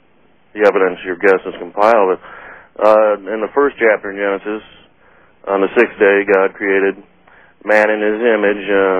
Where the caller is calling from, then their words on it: Omaha, Nebraska, United States; in Omaha.